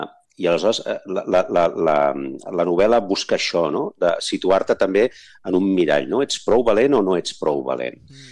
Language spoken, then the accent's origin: Catalan; Sant Joan de les Abadesses, Catalonia, Spain; vaig fer una celebració de gent que fèiem 50 anys al meu poble, que és Sant Joan de les Abadesses